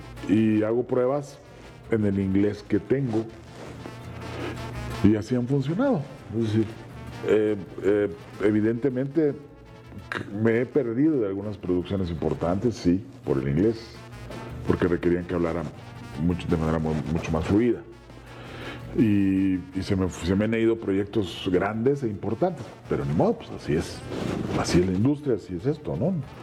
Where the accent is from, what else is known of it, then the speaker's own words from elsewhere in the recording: Nayarit, Mexico; Yo soy de Nayarit, pero aquí estoy.